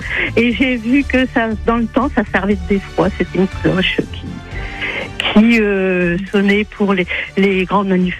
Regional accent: Thionville, Grand Est, France; moved away as an adult; now in Pouxeux, France; on est natif de Thionville

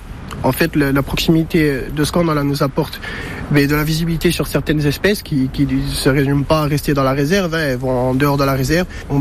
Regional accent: Galéria, Corsica, France; Alors moi je suis originaire de Galéria du côté de ma mère, donc j'ai grandi au village depuis que je suis tout petit. Même si mon père à l'origine est originaire de Gouagne, j'ai passé toute ma vie ici, ma famille est d'ici. Et j'ai toutes mes attaches ici, travail, amis.

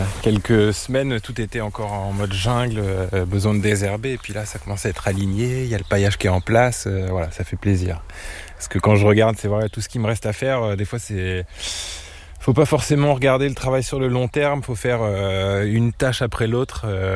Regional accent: Évreux, Normandy, France; Alors moi, je suis né ici, hein, je suis né à Évreux, la préfecture de l'Eure. J'ai passé toute ma jeunesse ici.

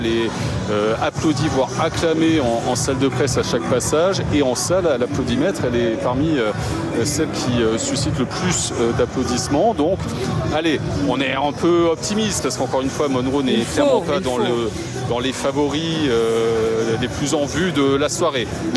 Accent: France; parce que évidemment en tant que Français on n'est pas très objectif, on est un peu chauvin

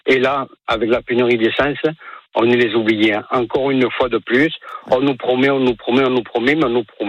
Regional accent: Frontignan, Occitanie, France; accent: southern; Moi, je suis de Frontignan, dans l'Hérault.

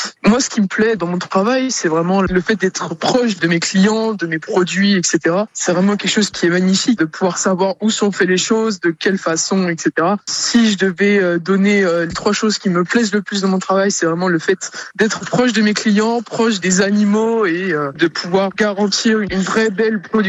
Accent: Brittany, France; Je suis un breton qui aime le fromage et le pain.

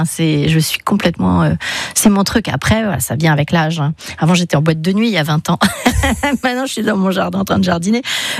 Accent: Brittany, France; now in Vaucluse, France; Ouais, plus que bretonne, alors que je suis née en Bretagne et que j'ai vécu longtemps là-bas, mais vraiment, je suis totalement d'ici.

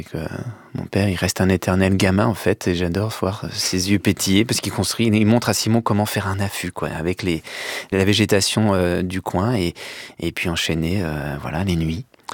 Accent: Chamagne, Grand Est, France; moi j'ai grandi à Chamagne

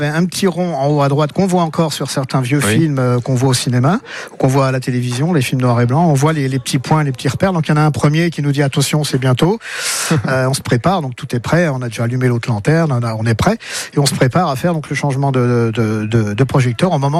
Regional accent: Montbard, Bourgogne-Franche-Comté, France; also born or lived in Dijon; Alors, dans les salles de cinéma de Montbard, ma ville natale, au tout début, hein, j'étais très jeune, et puis ensuite à Dijon, à la fin de mes études

